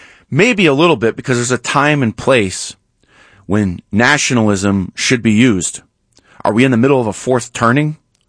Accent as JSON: {"language": "English", "country": "United States", "said": "and I'm an American, I'm a male, but I'm Jewish"}